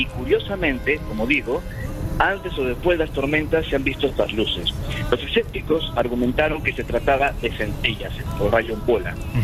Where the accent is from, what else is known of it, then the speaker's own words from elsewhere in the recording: Peru; now in Argentina; tanto en Argentina como en mi país de origen, en el Perú.